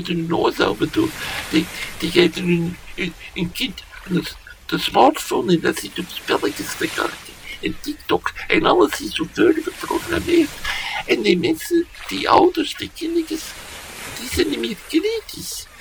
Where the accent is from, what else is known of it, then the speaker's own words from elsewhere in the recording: Belgium; Allee, als Belg.